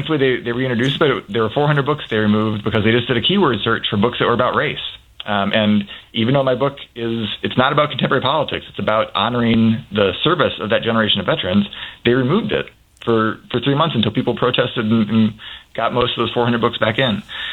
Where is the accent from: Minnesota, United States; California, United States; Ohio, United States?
Minnesota, United States; Minneapolis; from Minneapolis, my hometown